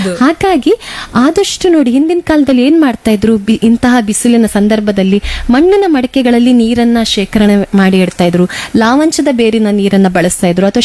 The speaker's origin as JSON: {"language": "Kannada", "region": "Karnataka", "country": "India", "said": "ನಮ್ಮ ಊರಲ್ಲಿ 40°C ಇಲ್ಲದೆ ಇದ್ರೂ ಸಹ 35°C ನಮ್ಗೆ ಸಾಕಾಗ್ತದೆ ಉಡುಪಿ ಮಂಗಳೂರಿನವರಿಗೆ."}